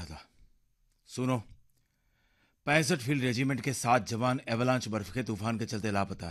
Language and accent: Hindi; Gujarat, India; अरे मैं तो शराब पीता ही नहीं, तो मालूम तो है मैं गुजरात से हूं।